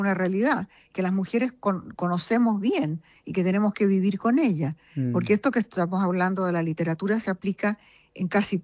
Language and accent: Spanish; Chile; moved away; He vivido la mayor parte de mi vida, casi toda mi vida afuera. Muy poco tiempo en Chile, pero me siento chilena y amo Chile